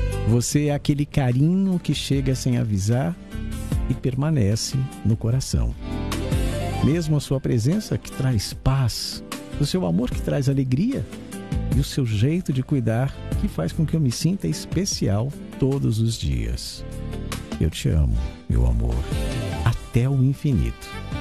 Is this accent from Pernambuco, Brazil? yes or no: no; São Paulo, Brazil; Nós somos de São Paulo e estamos aqui no nosso Cantinho do Amor.